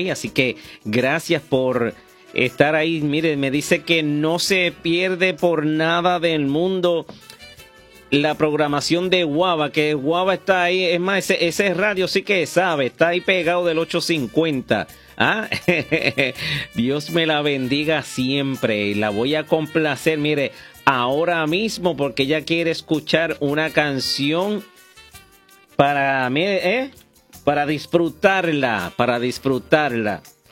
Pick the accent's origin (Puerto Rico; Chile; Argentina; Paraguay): Puerto Rico; Aguada; de mi pueblo de Aguada